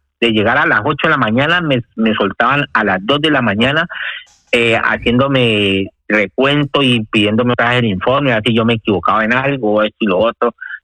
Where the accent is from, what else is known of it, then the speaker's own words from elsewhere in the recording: Colombia; moved away as an adult; he ido como dos veces para Colombia y nunca ya no puedo volver a entrar. Y yo con tal de ir a Colombia, porque yo mi tierra la quiero mucho.